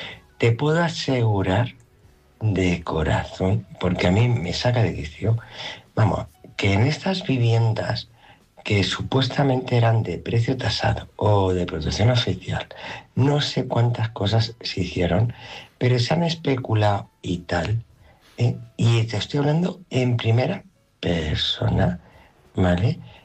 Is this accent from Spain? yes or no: yes; Spain; Perdona, yo, gracias a Dios, soy española.